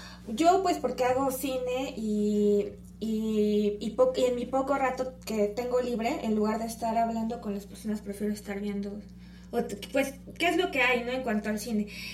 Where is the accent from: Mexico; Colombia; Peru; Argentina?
Mexico; Puebla; soy de clase baja trabajadora y soy poblana y vivo en Puebla